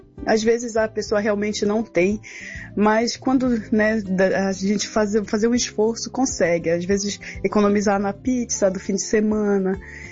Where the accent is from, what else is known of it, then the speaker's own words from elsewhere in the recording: North Region, Brazil; Bom, eu sou do norte do Brasil e aprendi a gostar do frio.